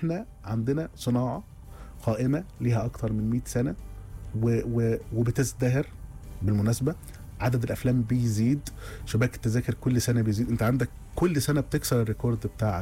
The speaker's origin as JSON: {"language": "Arabic", "country": "Egypt", "said": "ولا عشان احنا مصريين يعني"}